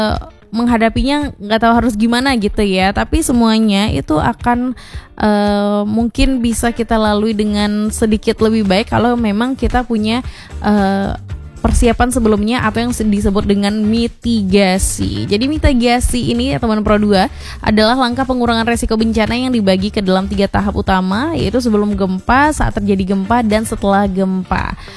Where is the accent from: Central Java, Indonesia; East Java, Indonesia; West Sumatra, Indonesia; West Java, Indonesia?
West Sumatra, Indonesia; kita sebagai orang Sumatera Barat